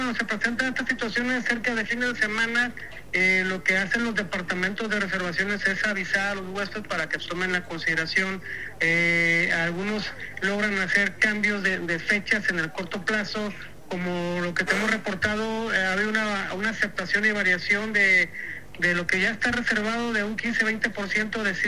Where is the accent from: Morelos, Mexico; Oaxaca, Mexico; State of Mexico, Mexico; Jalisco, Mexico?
Jalisco, Mexico; pues yo soy del estado de Jalisco